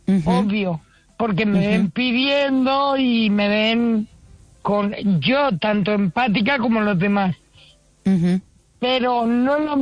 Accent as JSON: {"language": "Spanish", "region": "Community of Madrid", "country": "Spain"}